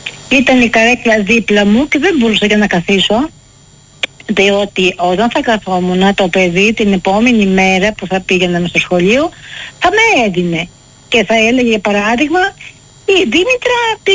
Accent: Western Greece, Greece; born or raised there

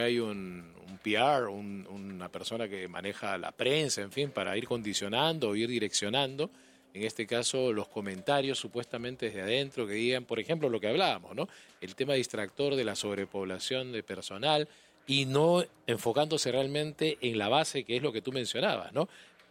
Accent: Talara, Piura, Peru; born there; moved away; yo he pasado la mitad de mi infancia en Talara, y Talara era una ciudad americana.

